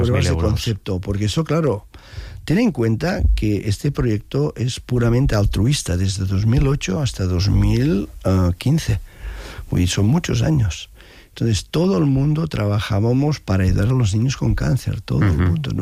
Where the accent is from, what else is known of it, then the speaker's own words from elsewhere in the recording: Arenys de Mar, Catalonia, Spain; soy de Arenys de Mar, estudié ingeniería en Canet de Mar